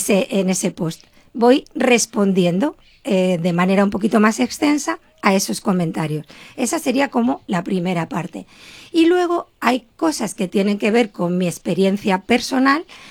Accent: Leganés, Community of Madrid, Spain; Y como yo soy de Leganés, he vivido muchísimos años ahí.

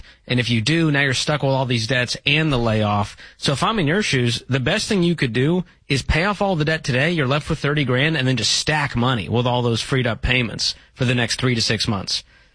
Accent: Boston, Massachusetts, United States; I was like, "Oof, man, I'm from Boston. I'm shocked by that."

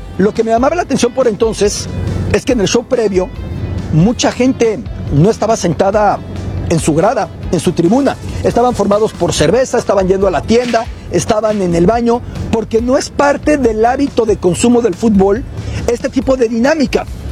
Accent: Mexico

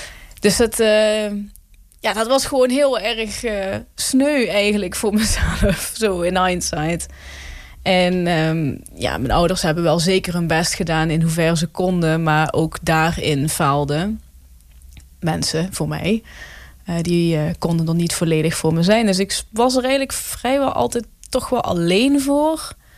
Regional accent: Roermond, Limburg, Netherlands; ik groeide op in Maasniel. In Neel.

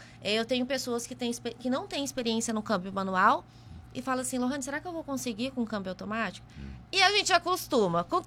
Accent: Mato Grosso, Brazil; moved away

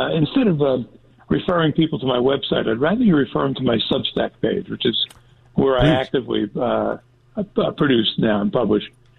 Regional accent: Newark, New Jersey, United States; Because I grew up in Newark, New Jersey, and in fact, I wrote a book about that experience.

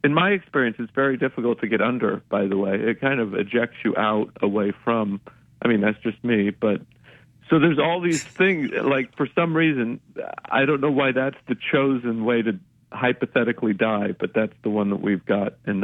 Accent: Idaho, United States; moved away as an adult; also born or lived in Utah; now in New York City, United States; I was born in Idaho, grew up there. I went to college in the faraway lands of Utah. So, and then eventually somehow made my way to New York City.

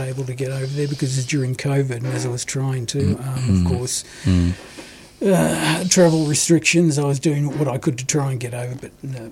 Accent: Melbourne, Victoria, Australia; born there; I was born here in Melbourne.

